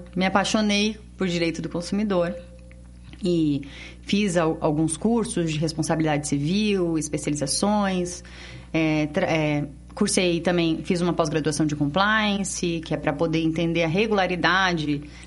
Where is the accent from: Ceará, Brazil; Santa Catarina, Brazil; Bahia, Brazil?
Santa Catarina, Brazil; Florianópolis; also born or lived in São José; Eu sou nascida em Florianópolis. Na verdade, São José, do ladinho de Florianópolis, mas vivi minha adolescência, minha infância em Florianópolis.